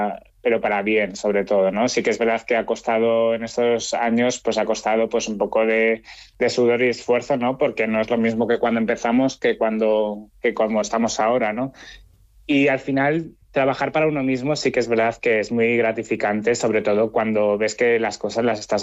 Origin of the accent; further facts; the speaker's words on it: Spain; yo, como siendo español, me encanta España y adoro España